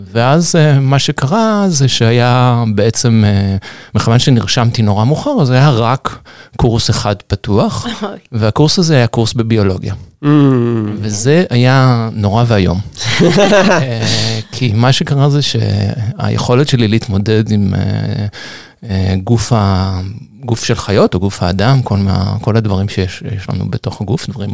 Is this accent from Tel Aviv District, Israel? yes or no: yes; Holon, Tel Aviv District, Israel; גדלתי בחולון, היו בחינות לילדים כדי שהם יוכלו לעשות קורסים אחר הצהריים